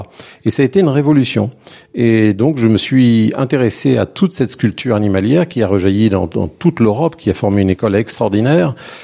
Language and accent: French; Rennes, Brittany, France; j'étais encore lycéen à Rennes, où je suis né à Rennes en Bretagne.